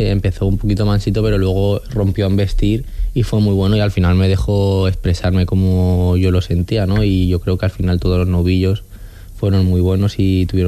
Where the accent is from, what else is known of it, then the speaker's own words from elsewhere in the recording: Valencian Community, Spain; aprovechando que soy valenciano